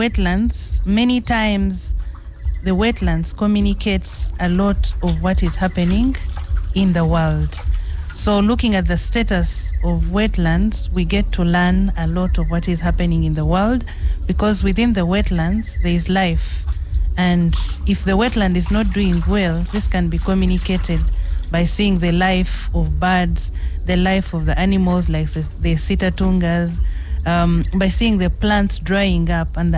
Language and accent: English; Uganda; I come from Uganda.